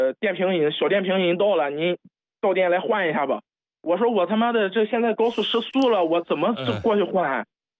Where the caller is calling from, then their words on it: Jinan, Shandong, China; 我在省外回山东济南的时候，因为我家是济南的